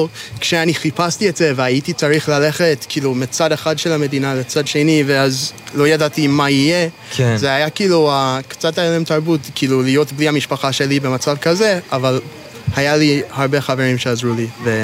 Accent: Toronto, Ontario, Canada; Hebrew is a second language; now in Kibbutz Lavi, Israel; אבל במקור אני מצפון אמריקה, מקנדה.

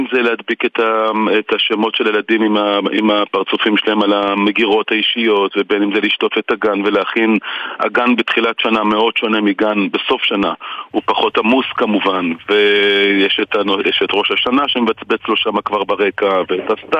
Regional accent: Central District, Israel; born or raised there

